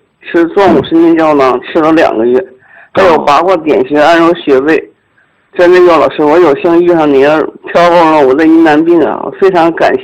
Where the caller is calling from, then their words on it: Jilin, China; 啊，吉林的。